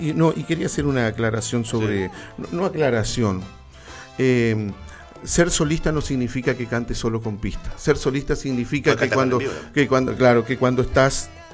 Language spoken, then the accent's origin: Spanish; Paysandú, Uruguay; now in Maldonado, Uruguay; Yo soy de Paysandú, yo vine para acá